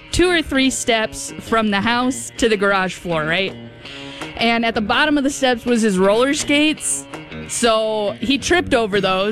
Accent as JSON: {"language": "English", "town": "Reno", "region": "Nevada", "country": "United States", "tie": "born there", "said": "Yeah, no, I was born in Reno, Nevada."}